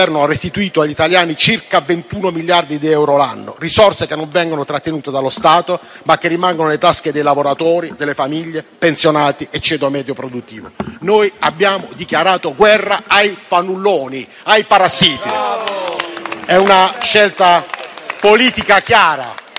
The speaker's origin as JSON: {"language": "Italian", "town": "Bari", "region": "Apulia", "country": "Italy", "said": "Io sono di Bari, una città del sud"}